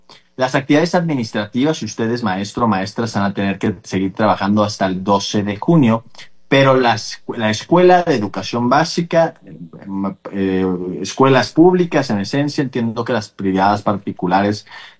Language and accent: Spanish; Mexico; soy un mal mexicano en ese sentido